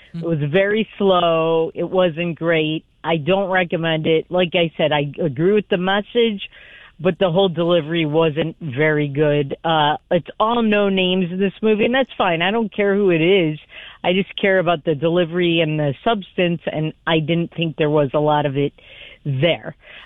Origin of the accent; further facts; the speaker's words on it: Detroit, Michigan, United States; It takes place in Detroit, my hometown, where I live in the Detroit area